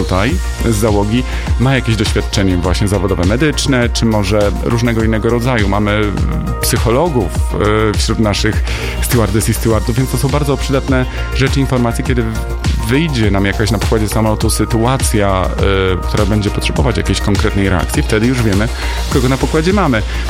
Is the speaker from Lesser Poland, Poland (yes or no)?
yes; Nowy Sącz, Lesser Poland, Poland; I ja powiedziałem, że faktycznie urodziłem się w Nowym Sączu i to moje rodzinne miasto, do którego zawsze z sentymentem wracam.